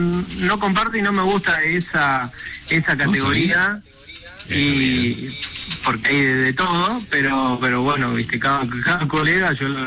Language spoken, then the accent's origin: Spanish; Argentina; como somos los argentinos